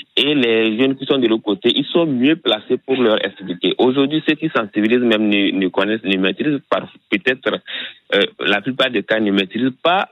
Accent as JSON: {"language": "French", "country": "Togo", "lives_now": "Ziguinchor, Senegal", "said": "Effectivement, je suis togolais, c'est pourquoi je passe un coucou à tous les togolais qui nous suivent."}